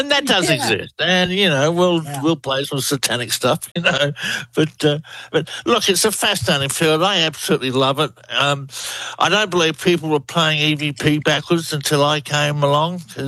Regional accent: Australia

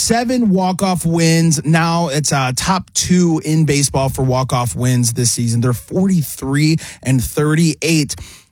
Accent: Chicago, Illinois, United States; I'm from Chicago, and I was a Cubs fan.

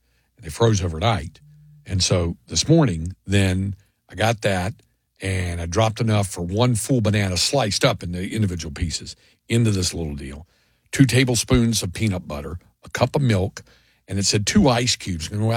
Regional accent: Greensboro, North Carolina, United States; moved away; of course, I was from Greensboro.

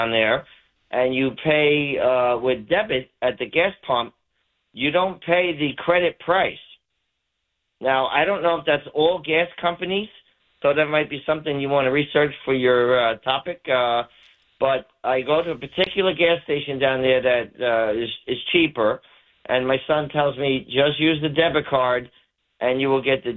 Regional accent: New York City, New York, United States; now in Lancaster, Massachusetts, United States; So you could tell by my accent, I'm the guy from New York City.

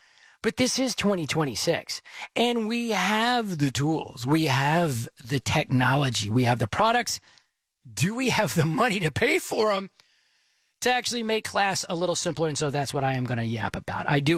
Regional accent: Texas, United States; I am from Texas. I am based in Texas.

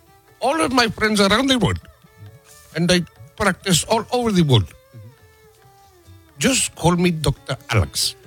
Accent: Iran; but I am not Indian. I am not Bangkokian. Okay, I am Iranian.

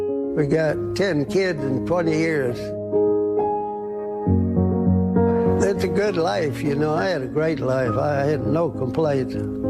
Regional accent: Galveston, Texas, United States; born there; In 1933, I was born in Galveston.

